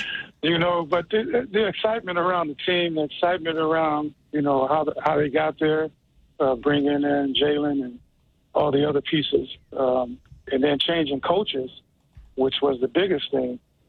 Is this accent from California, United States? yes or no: yes; Bakersfield, California, United States; because I was at home as well, because I grew up in Bakersfield, California